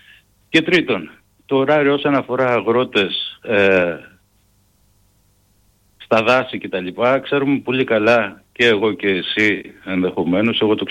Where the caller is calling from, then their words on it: Germany; από Γερμανία μαζί με τον Δημήτρη.